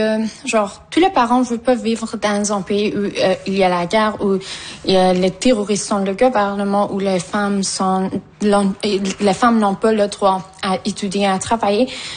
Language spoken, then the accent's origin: French; Afghanistan; now in Canada; Je viens de l'Afghanistan, ça fait à peu près 5 ans que je suis au Canada, depuis 2021.